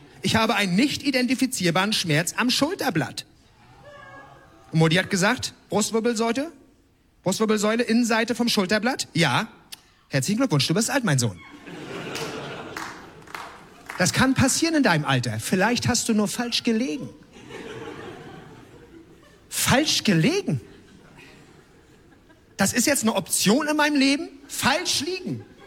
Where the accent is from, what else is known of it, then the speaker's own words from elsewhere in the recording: Northern Germany, Germany; Ich komme aus Norddeutschland.